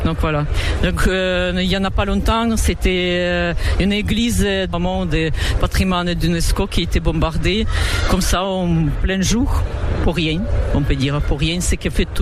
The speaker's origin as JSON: {"language": "French", "region": "Lviv Oblast", "country": "Ukraine", "second_language": "French", "moved": "as an adult", "lives_now": "France", "said": "je suis depuis déjà 30 ans en France et je viens des côtés de Lviv. C'est à 80 km de la frontière polonaise, donc on est à l'ouest d'Ukraine."}